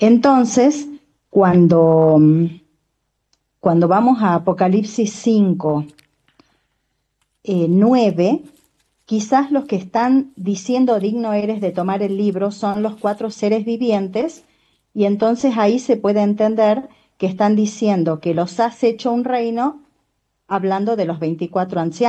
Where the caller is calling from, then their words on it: Argentina; Yo soy de Argentina